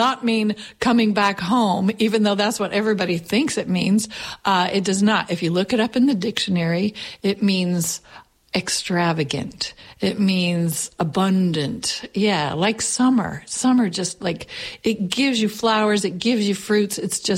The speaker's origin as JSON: {"language": "English", "region": "Appalachia", "country": "United States", "said": "as an Appalachian writer"}